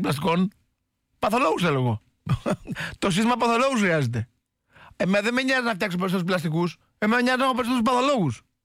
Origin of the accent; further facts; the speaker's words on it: Kleisoura, Western Macedonia, Greece; Εγώ είμαι πολύ χαρούμενος γιατί εγώ είμαι από την Καστοριά. Εγώ είμαι την Κλεισούρα.